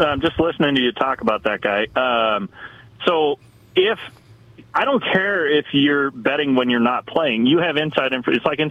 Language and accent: English; Minnesota, United States; I'm from Minnesota, which is the state of hockey